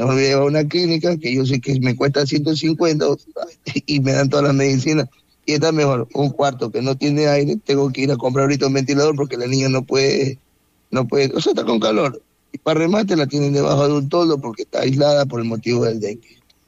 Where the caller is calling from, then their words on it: Ayacucho, Manabí, Ecuador; en el campo, donde yo vivo en Ayacucho